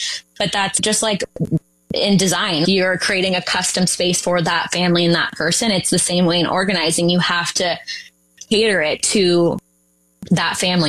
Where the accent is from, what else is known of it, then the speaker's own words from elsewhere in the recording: California, United States; now in Sacramento, United States; So now Our home base is Sacramento, California, but I grew up in the Central Valley where Wendy's located.